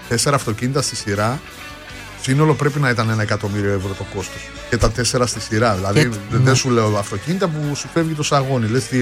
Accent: Greece; είμαι από Ελλάδα

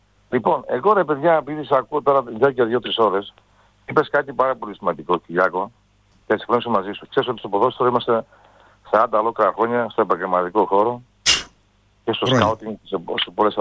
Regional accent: Greece; έχουμε μια τεράστια δυναμική εμείς ως Έλληνες, στα Βαλκάνια

